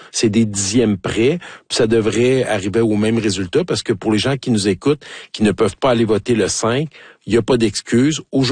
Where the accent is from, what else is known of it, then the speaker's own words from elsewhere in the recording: Richmond, Arthabaska, Quebec, Canada; dans mon coin de pays, dans Richmond, dans Arthabasca.